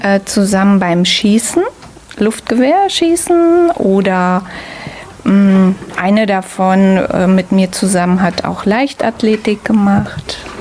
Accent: Herzberg an der Elster, Brandenburg, Germany; Also, wir kommen alle aus Herzberg an der Elster. Das liegt im Land Brandenburg. Dort sind wir auch alle zur Schule gegangen und in den Kindergarten.

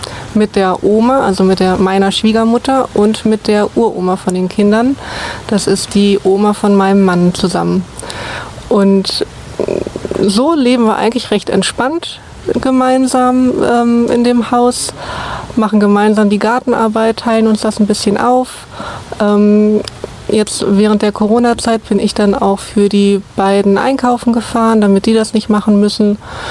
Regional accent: Göttingen, Lower Saxony, Germany; moved away as an adult; now in Germerode, Germany; ich bin in Göttingen geboren und aufgewachsen und bin dann vor ungefähr 8-9 Jahren hier nach Germerode gezogen

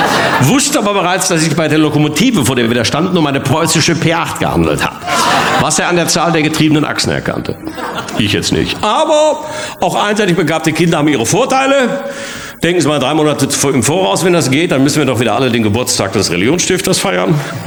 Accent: Bochum, North Rhine-Westphalia, Germany

